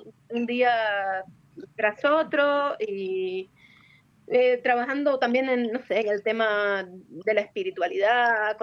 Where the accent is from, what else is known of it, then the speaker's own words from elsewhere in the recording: Cuba; del modo que somos los cubanos